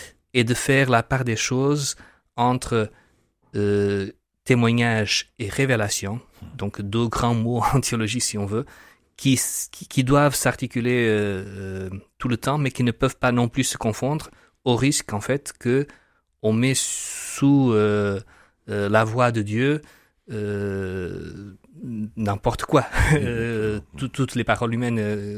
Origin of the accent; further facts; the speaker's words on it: Portugal; moved away as an adult; also born or lived in Kenya; now in Lille, France; Donc je suis portugais, le nom le dénonce. Je suis un laïc marié, père de 3 enfants